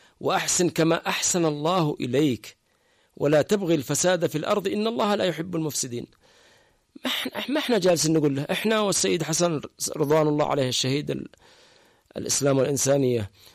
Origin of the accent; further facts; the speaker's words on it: Yemen; عندنا في اليمن